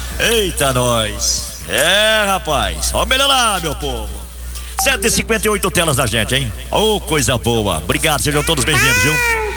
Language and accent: Portuguese; Redenção, Pará, Brazil; moved away; Fui criado em Redenção do Pará